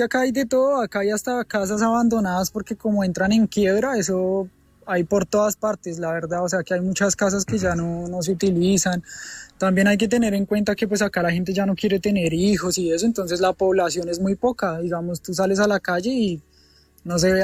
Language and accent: Spanish; Colombia; now in South Korea; Pa, Corea del Sur, yo soy del Colombia